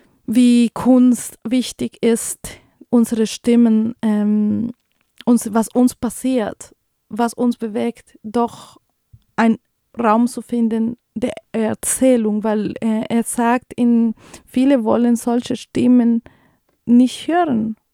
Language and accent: German; Colombia; moved away as an adult; now in Germany; ich bin aus Kolumbien und ich bin aus der Grenze zu Venezuela, da bin ich geboren und da bin ich auch groß geworden. Und ich finde, also ich bin in den 90er Jahren groß geworden